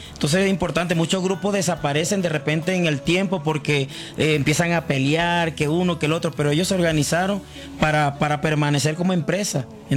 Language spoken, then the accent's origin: Spanish; Venezuela; quería conocer a … porque era seguidor de él, siendo venezolano. En Venezuela pegó mucho